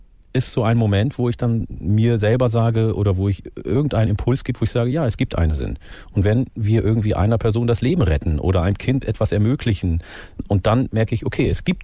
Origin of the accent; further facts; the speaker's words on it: Oromia, Ethiopia; in den Jahren danach gab es in meiner Heimat in Oromia viele Umbrüche.